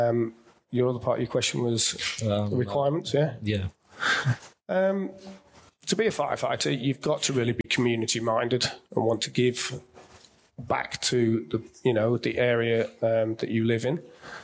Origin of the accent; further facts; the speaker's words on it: England, United Kingdom; moved away as an adult; now in Melbourne, Australia; I grew up in England and missed out on a chance when I was in my early 20s.